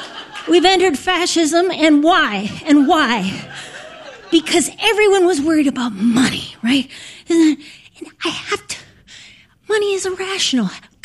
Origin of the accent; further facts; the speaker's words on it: Duluth, Minnesota, United States; I'm from Duluth.